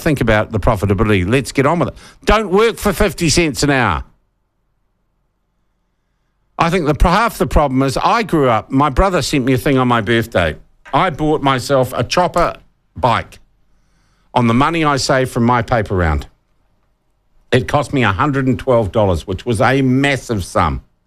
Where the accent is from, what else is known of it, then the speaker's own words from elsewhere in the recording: Porirua, Wellington, New Zealand; I can remember growing up in Porirua in the 1970s